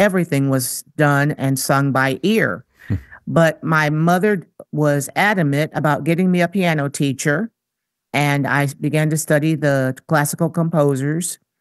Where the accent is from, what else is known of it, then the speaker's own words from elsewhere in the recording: Jackson, Michigan, United States; moved away as an adult; And my hometown is Jackson, Michigan.